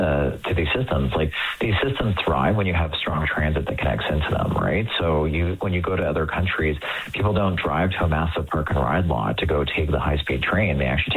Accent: Edmonton, Alberta, Canada; Like, I'm from Edmonton.

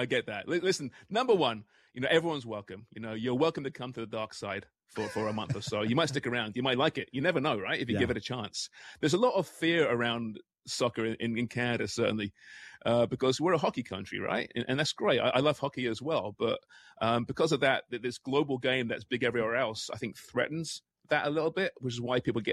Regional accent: England, United Kingdom; Now, I grew up in England where it was reviled and hated.

